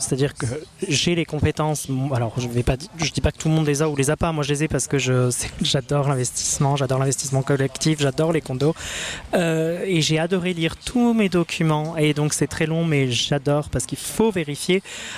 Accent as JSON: {"language": "French", "country": "France", "moved": "yes", "lives_now": "Winnipeg, Canada", "said": "je suis français, tu le sais, je te parle beaucoup de la France. J'adore partager mon temps entre la France et Winnipeg."}